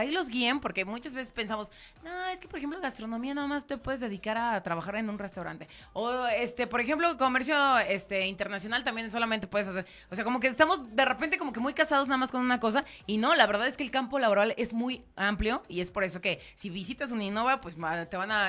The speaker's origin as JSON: {"language": "Spanish", "country": "Mexico", "said": "Porque después de, mira, como buen mexicano, todo al último. Como buen mexicano, ay, me voy a esperar tantito."}